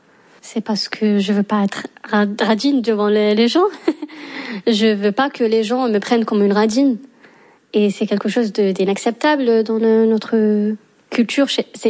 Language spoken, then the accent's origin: French; Algeria; now in Paris, France; j'ai 27 ans, je suis algérienne et je suis étudiante en Master 1 Santé publique à Paris-Cité.